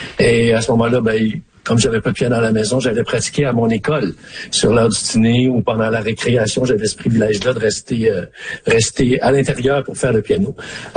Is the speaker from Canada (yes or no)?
yes; Smooth Rock Falls, Ontario, Canada; J'ai des très bons souvenirs de ma présence, de mon enfance dans le Nord. Et oui, ce pont-là, c'est un pont emblématique. Le pont à Smooth Rock Falls, il y en a pas plusieurs comme ça en Ontario ou au Canada.